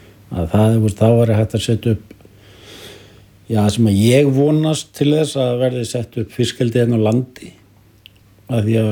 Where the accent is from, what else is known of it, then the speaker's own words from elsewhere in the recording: Hafnarfjörður, Capital Region, Iceland; now in Vopnafjörður, Iceland; Ég kem úr Hafnarfjörðinu.